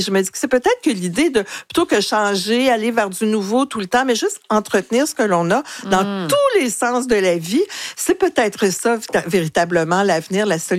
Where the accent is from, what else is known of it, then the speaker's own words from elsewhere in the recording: Quebec, Canada; Alors donc, en tant que Québécois, ça devrait pas m'intéresser la piscine.